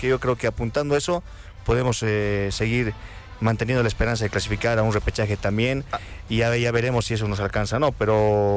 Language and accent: Spanish; Bolivia; siendo bolivianos, que vemos más fútbol boliviano